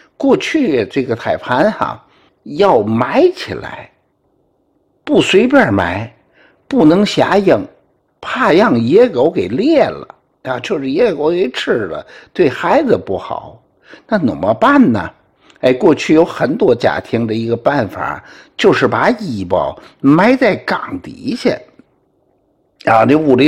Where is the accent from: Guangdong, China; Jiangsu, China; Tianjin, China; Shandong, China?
Tianjin, China